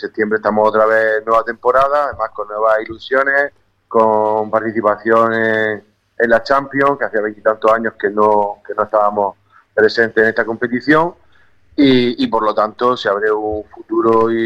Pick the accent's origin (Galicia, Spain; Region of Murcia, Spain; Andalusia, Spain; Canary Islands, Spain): Region of Murcia, Spain; Lorca; Pero somos lorquinos y defendemos nuestra tierra